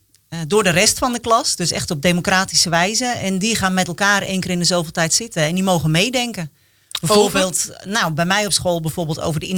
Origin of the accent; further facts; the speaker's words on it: Volendam, North Holland, Netherlands; Ja, vandaar dat ik zei, ik ben een halve Volendammer. Mijn moeder was ge